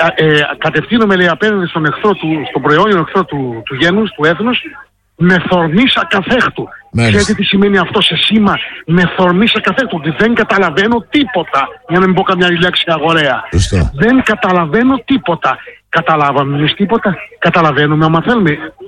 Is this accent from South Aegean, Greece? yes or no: yes; Kastellorizo, South Aegean, Greece